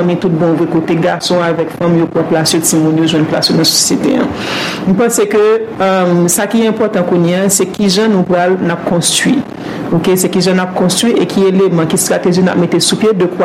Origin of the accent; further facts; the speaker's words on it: Haiti; moved away as an adult; also born or lived in Japan / Senegal; Je connais que je suis une femme, et je suis un haïtien, et je suis fier de ce que je suis haïtien.